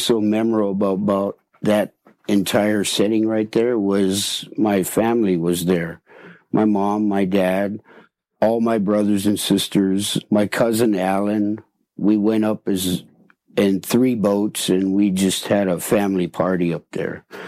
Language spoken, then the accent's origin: English; Point Hope, Alaska, United States; Point Hope, growing up in the era of 64, when I was born, I grew up in the Old Town site where, you know, everything truly was traditional.